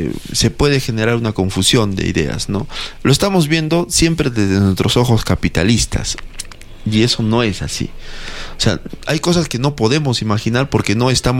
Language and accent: Spanish; Peru